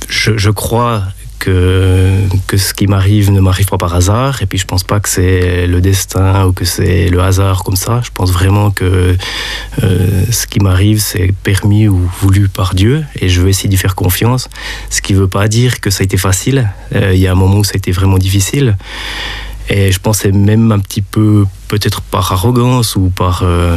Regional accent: Switzerland; en tant que bon Suisse bien formaté

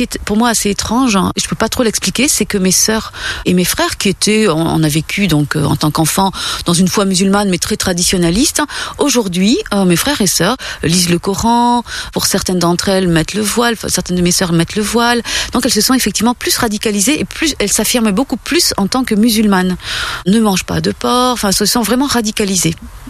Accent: France; born there; Je suis née en France. Mes parents sont arrivés pendant la guerre d'Algérie. En France, je me suis toujours sentie française et bien dans mes baskets.

